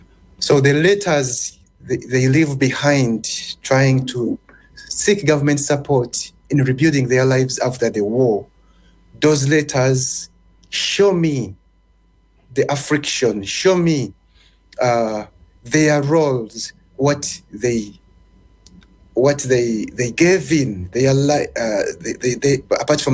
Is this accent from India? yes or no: no; Luwero District, Central Region, Uganda; moved away as an adult; as I've been introduced. I come from Uganda, from Luwero Triangle, from Luwero District.